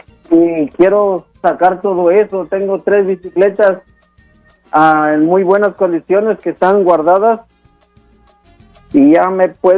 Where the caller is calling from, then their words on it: Kent, Washington, United States; aquí en el área de Kent.